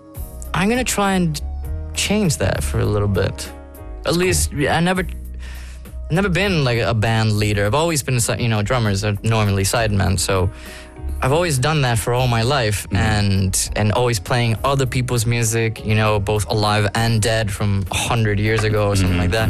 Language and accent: English; Barcelona, Catalonia, Spain; also born or lived in London, United Kingdom; I was born in London, but I grew up in Barcelona, and I've been working the circles in Barcelona